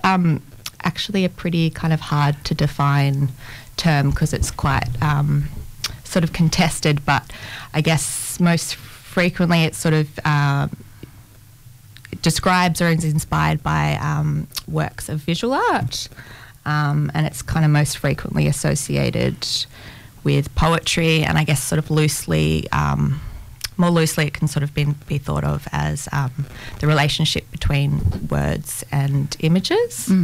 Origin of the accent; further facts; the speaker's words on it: Lismore, New South Wales, Australia; moved away as an adult; now in Melbourne, Australia; No, so I grew up in Lismore on the Northern Rivers, and lived there until I was about 19 and then moved to Melbourne